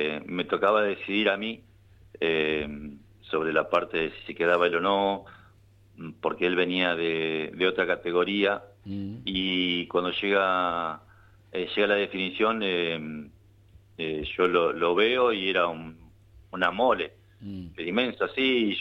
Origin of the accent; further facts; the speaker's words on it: Coronda, Santa Fe, Argentina; ya hace muchos años que estoy acá, ellos saben que yo soy de Coronda, a cual amo, está hermosa la ciudad